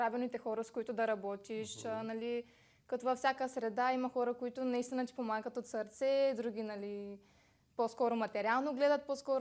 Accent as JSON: {"language": "Bulgarian", "town": "Varna", "region": "Varna Province", "country": "Bulgaria", "said": "както съм от Варна, то почти всичко ми се налага да пътувам до София."}